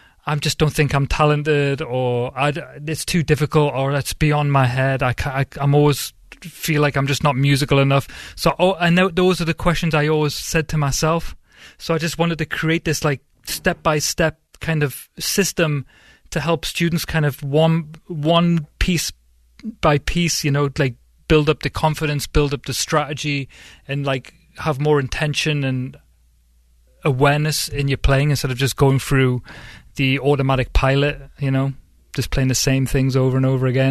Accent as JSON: {"language": "English", "town": "Newcastle upon Tyne", "region": "North East England", "country": "United Kingdom", "moved": "as an adult", "lives_now": "Western Pennsylvania, United States", "said": "I'm from Newcastle, England, so the northeast of England, right on the border of Scotland. And I've lived here 15 years, maybe."}